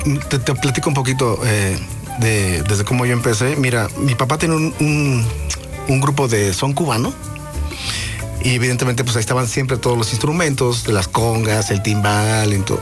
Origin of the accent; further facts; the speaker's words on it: Cuernavaca, Morelos, Mexico; porque allá de donde soy oriundo, que es de Cuernavaca, Morelos, tenemos la costumbre de saludarnos a larga distancia de vecino